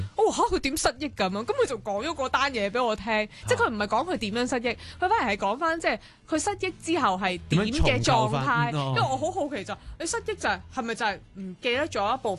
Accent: Hong Kong; 係我哋香港人，我都要幫個女爭取公道。

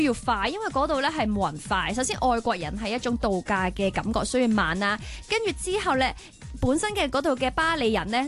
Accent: Hong Kong; 我哋香港人当然就唔会咁做啦

